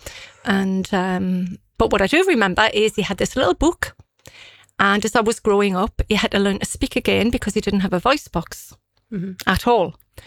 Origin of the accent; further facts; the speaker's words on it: Newbiggin-by-the-Sea, North East England, United Kingdom; I was born in Newbiggin by the sea.